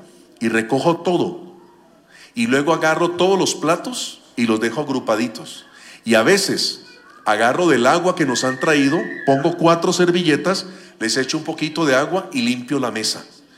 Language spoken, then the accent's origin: Spanish; Cali, Valle del Cauca, Colombia; En la ciudad de donde yo soy, en Cali, Colombia